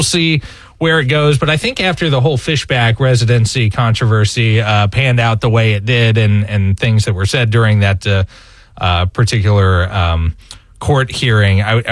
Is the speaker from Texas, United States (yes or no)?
no; Clay County, Florida, United States; I'm from Clay County. It's a pretty conservative area.